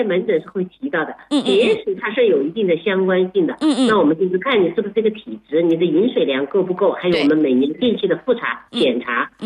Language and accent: Chinese; China